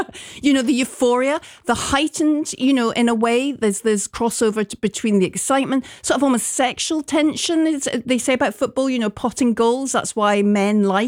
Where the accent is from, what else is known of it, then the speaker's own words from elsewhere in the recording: Glasgow, Scotland, United Kingdom; But yeah, growing up in Glasgow, it was really, it's still really serious.